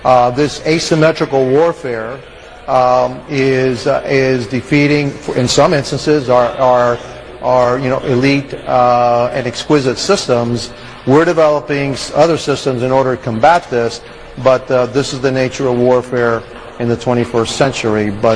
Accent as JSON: {"language": "English", "town": "Miami", "region": "Florida", "country": "United States", "tie": "born or raised there", "said": "about 90 miles away from my hometown in Miami in Cuba."}